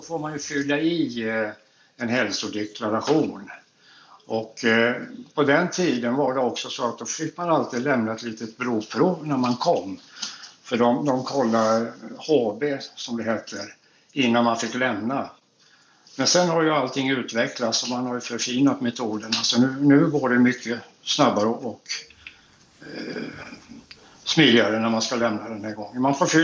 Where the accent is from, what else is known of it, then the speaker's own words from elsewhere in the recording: Gothenburg, Västra Götaland County, Sweden; Som göteborgare så … naturligtvis.